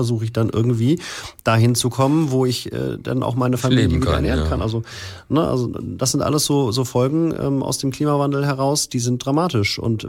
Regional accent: Cologne, North Rhine-Westphalia, Germany; Einmal für die Anspielung auf meine Heimatstadt oder meine Geburtsstadt.

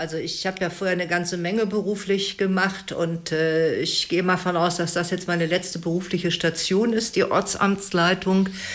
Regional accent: Bremen, Germany; Ja, ich komme aus Bremen.

